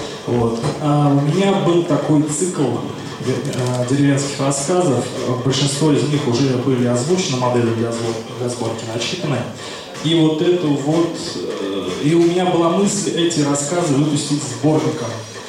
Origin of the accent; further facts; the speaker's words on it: Ivanovo, Ivanovo Oblast, Russia; Я сам из Иваново, из Ивановской области, человек сельский, деревенский.